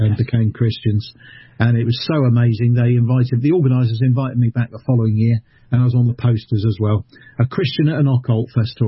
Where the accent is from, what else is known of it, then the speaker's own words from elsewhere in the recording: South East England, United Kingdom; I explained I was from London. Well, I'm not from London, I'm from the South Coast, but you say London